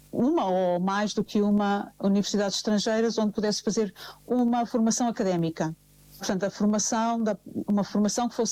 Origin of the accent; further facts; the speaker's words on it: Lisbon, Portugal; moved away as an adult; now in Castelo Branco, Portugal; sou lisboeta.